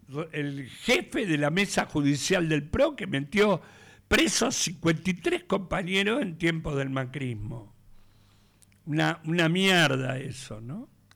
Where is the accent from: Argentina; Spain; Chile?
Argentina; Laferrere, Buenos Aires Province; Yo soy un negro de la Ferrera